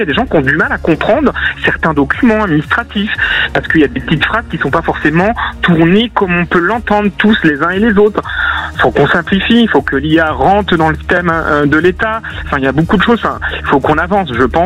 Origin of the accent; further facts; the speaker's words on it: France; nous, en tant que Français